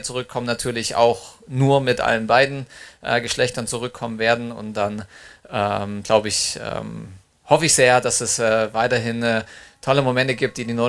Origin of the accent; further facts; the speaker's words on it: Saxony, Germany; now in Bavaria, Germany; Ja, als Bayer fühle ich mich noch nicht. Ich bin immer noch im Herzen Erzgebirger. Das werde ich auch immer bleiben.